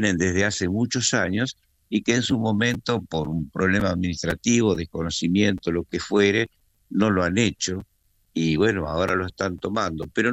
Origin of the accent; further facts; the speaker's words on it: Spain; los que somos españoles y vivimos aq